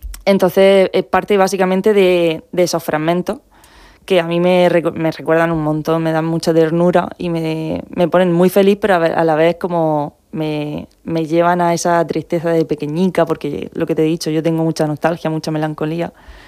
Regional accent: Molina de Segura, Region of Murcia, Spain; yo soy de aquí, yo soy

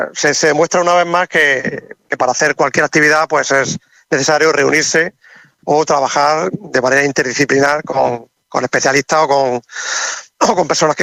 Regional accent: Calasparra, Region of Murcia, Spain

